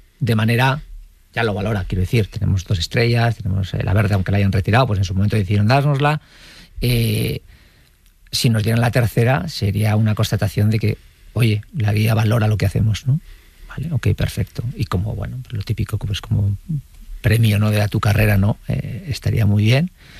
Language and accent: Spanish; Vitoria-Gasteiz, Basque Country, Spain; pero donde viví toda mi infancia, hasta que me marché de casa, que estaba en un barrio obrero en Zaramaga